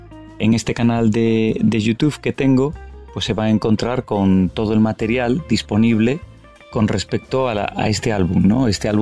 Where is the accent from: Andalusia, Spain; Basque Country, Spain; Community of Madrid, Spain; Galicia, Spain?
Galicia, Spain; Vigo; la ciudad de Vigo, que es mi ciudad natal.